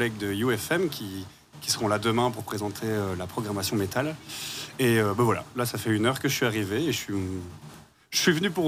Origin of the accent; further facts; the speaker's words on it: Brussels, Belgium; Je viens de Bruxelles